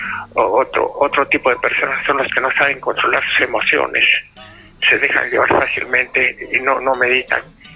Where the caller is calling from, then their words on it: Arequipa, Peru; nosotros como ciudadanos arequipeños debemos trascender en la historia del Perú.